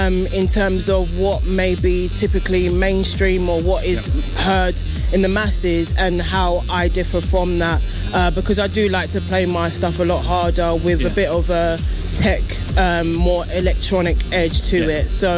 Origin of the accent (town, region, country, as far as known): London, United Kingdom; born or raised there